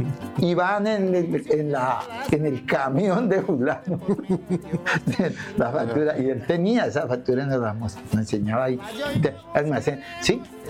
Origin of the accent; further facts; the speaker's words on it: Meta, Colombia; born there; now in Arauca, Colombia; Yo no soy araucano. Yo nací en el Meta y llegué a Arauca el 20 de enero de 1964.